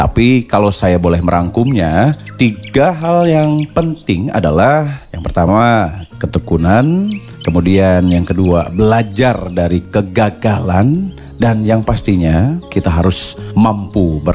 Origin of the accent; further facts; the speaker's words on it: Jakarta, Indonesia; born there; Saya lahir di Jakarta 15 Oktober 1984.